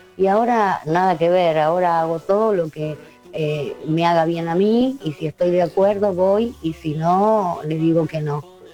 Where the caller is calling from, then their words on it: Buenos Aires, Argentina; de Barrio Norte.